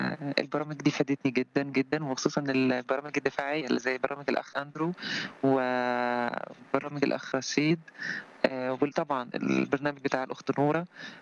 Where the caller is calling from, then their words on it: Egypt; من مصر، مسلمة سابقة